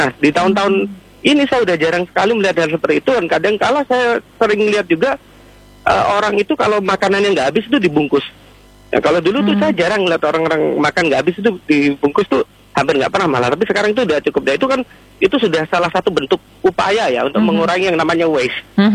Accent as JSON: {"language": "Indonesian", "town": "Jember", "region": "East Java", "country": "Indonesia", "said": "Karena kenapa di kota saya di Jember ini ya"}